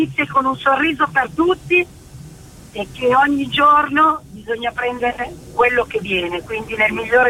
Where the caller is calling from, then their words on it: Milan, Lombardy, Italy; Ascolto da Milano, l'Inviate.